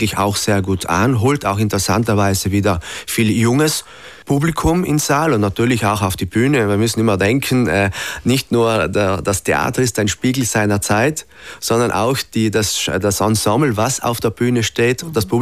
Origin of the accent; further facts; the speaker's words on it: Trentino-Alto Adige, Italy; damals noch im Eckental, wo ich aufgewachsen bin